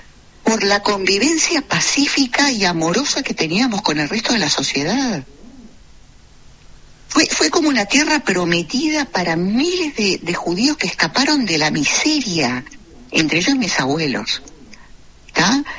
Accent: Uruguay; born there; Nosotros, los judíos que nacimos en Uruguay, que por ser judíos no significa que renunciemos a nuestra ciudadanía uruguaya, porque yo nací desde un punto de vista civil y legal en la República Oriental del Uruguay, eso me hace uruguaya

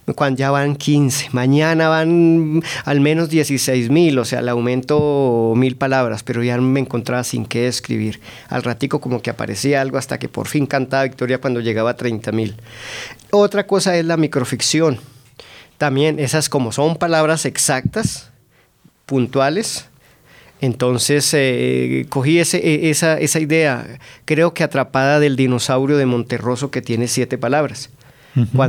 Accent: Siachoque, Boyacá, Colombia; Sí, sí, soy de Siachoque. Mi mamá es de Siachoque, mi abuelo y los antepasados de mi abuelo, quién sabe hasta qué

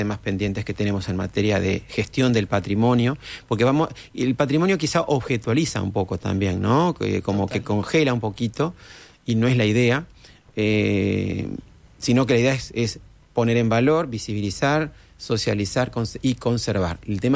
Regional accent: Las Piedras, Canelones, Uruguay; yo reitero, vengo de Canelones, Las Piedras, y trabajé buena parte de mi carrera en Las Piedras y en formación docente.

